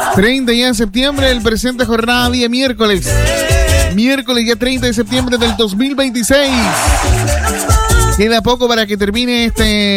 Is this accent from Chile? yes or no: yes; Chile; Ya vamos a estar ahí endeudándonos como todos chilenos, ¿no?